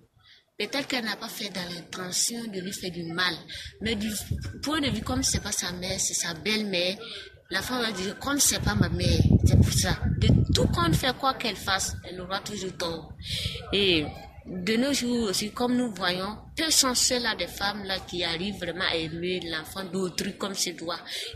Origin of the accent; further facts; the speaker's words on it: Burkina Faso; Chez nous au Burkina Faso, surtout en Afrique